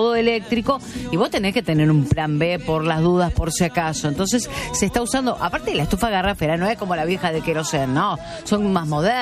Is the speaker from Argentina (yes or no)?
yes; Moreno, Buenos Aires Province, Argentina; Yo soy de Moreno y les cuento que acá, sobre la cuadra de mi casa, había una panadería que cerró